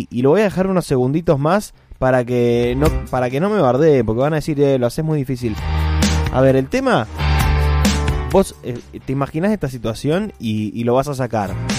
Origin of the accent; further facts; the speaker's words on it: Mendoza, Argentina; somos mendocinos, nos encanta el folclore.